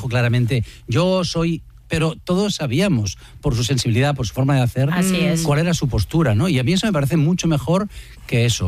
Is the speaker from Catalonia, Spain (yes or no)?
yes; Barcelona, Catalonia, Spain; Yo como barcelonés. Ten presente que vivo no muy lejos de la Sagrada Familia